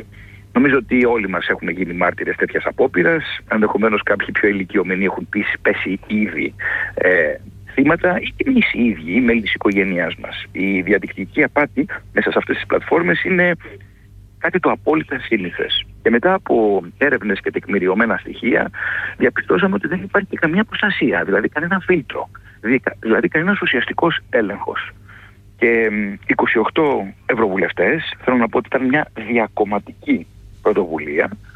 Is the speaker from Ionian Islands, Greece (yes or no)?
yes; Kefalonia, Ionian Islands, Greece; θα αναχωρήσω από την ιδιαίτερη πατρίδα μου